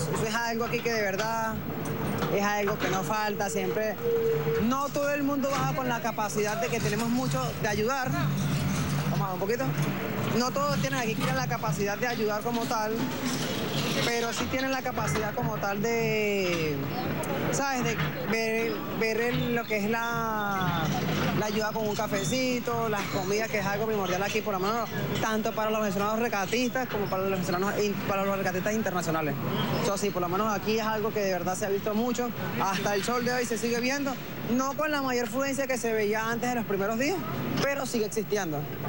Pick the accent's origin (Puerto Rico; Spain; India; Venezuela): Venezuela; como todos somos venezolanos, la idea es ayudarnos entre todos